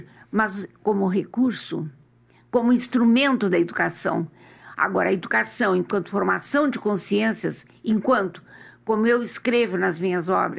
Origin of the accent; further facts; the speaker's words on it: Pelotas, Rio Grande do Sul, Brazil; moved away; eu estava morando no Rio Grande do Sul, eu sou de Pelotas